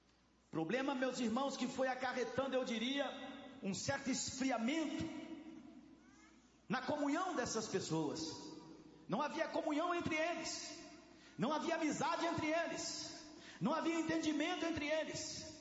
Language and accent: Portuguese; São Paulo, Brazil; accent: paulistano; Vem aqui no, na capital paulista, é aquele Rzinho nojento que a gente fala